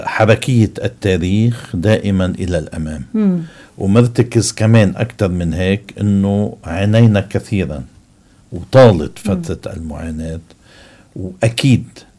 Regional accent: Lebanon; نحن كلبنانيين

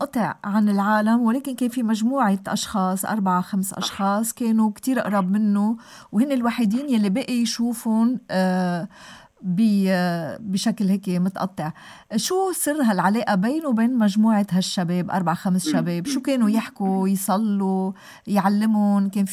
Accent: Lebanon

